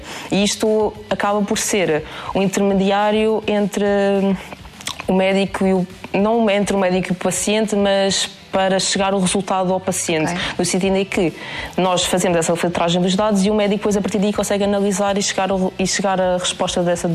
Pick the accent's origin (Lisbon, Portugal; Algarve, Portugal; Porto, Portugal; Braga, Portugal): Algarve, Portugal; E eu: ainda te sou do Algarve, professora.